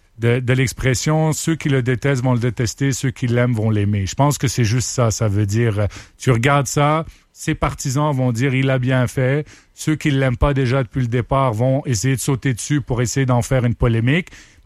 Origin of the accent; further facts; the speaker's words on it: Montreal, Quebec, Canada; moved away as an adult; now in Estrie, Canada; Oui, j'habite en Estrie. Je suis un gars de Montréal qui a étudié un peu à l'étranger, mais qui habite depuis au moins 4-5 ans maintenant en Estrie.